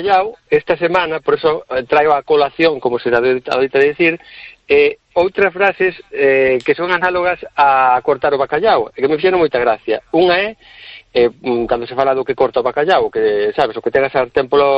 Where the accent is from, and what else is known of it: Quiroga, Galicia, Spain